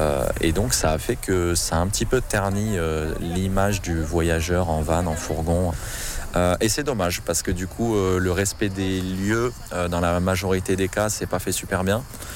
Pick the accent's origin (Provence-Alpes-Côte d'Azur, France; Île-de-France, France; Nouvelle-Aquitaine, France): Provence-Alpes-Côte d'Azur, France; Oui, tu sais, je viens de la Côte d'Azur, donc les barrières à 1m90, 2m, oui, on les connaît.